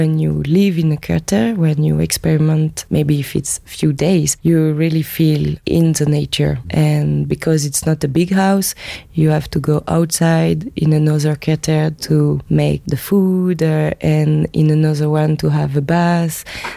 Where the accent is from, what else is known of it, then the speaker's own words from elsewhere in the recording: Brittany, France; English is a second language; I'm coming from the Breton part of France.